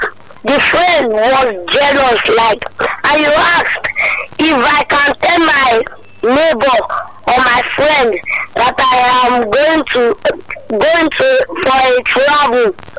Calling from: Abia, Nigeria; I am from Abia State.

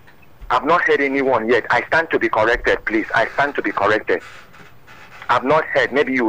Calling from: Ogun, Nigeria; I'm calling from Madnyo in Ogun State.

